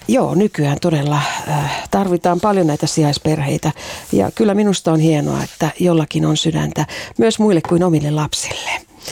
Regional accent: Estonia; Kasvoin Virossa kaksi lapsessa perheessä. Vanhempani käyttivät runsaasti alkoholia. Sen ajan virolaisen kulttuuriin kuului, että vodkapullo oli aina pöydässä.

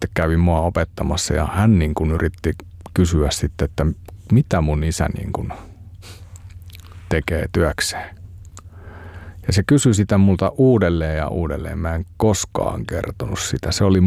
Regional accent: Raahe, North Ostrobothnia, Finland; Ja Raahe on mun kotipaikka siinä mielessä, että vanhemmat asuu siellä edelleenkin.

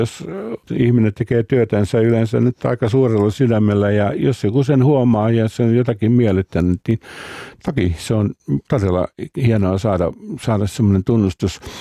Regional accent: Salo, Southwest Finland, Finland; born or raised there

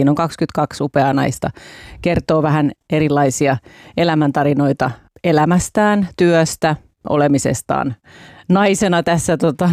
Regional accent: Turku, Southwest Finland, Finland; turkulaisena, syntyperäisenä turkulaisena

